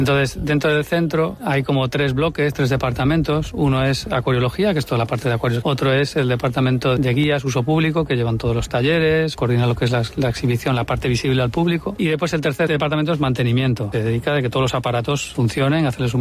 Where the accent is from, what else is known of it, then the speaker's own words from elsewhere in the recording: A Coruña, Galicia, Spain; also born or lived in Cayman Islands; now in Mallorca, Spain; soy gallego, de Coruña, pero bueno, llevo aquí en Mallorca desde hace ya 17 años. Y vine precisamente para trabajar aquí. Yo estaba trabajando en el extranjero, bueno, soy biólogo marino